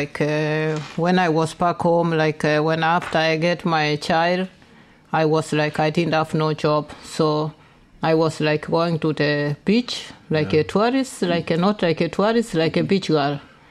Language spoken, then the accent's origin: English; Kisii, Kisii County, Kenya; moved away as an adult; now in Germany; Me, I come from Kisii.